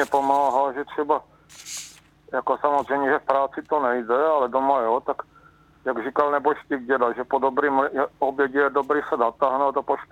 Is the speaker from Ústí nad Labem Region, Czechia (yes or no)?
no; Olomouc, Olomouc Region, Czechia; No, já jsem Olomoučák